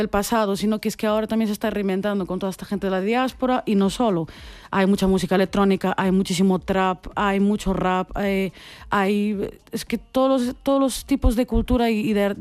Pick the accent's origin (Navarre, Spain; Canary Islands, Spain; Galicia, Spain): Galicia, Spain; Santiago de Compostela; born there; soy palestina y soy hija de migrantes y nací en Santiago de Compostela, mi familia está en Turquía